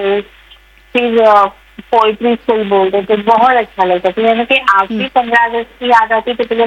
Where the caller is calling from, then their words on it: Vasai, Maharashtra, India; मैं वसई से हूँ।